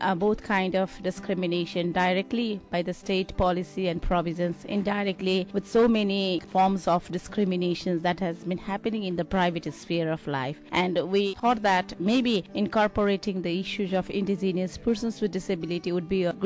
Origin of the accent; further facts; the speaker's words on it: Nepal; I'm from Nepal.